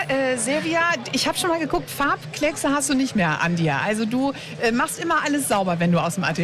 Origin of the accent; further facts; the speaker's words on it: Hanover, Lower Saxony, Germany; moved away; ich komme aus Hannover, ich lebe hier seit vielen, vielen Jahren auch wieder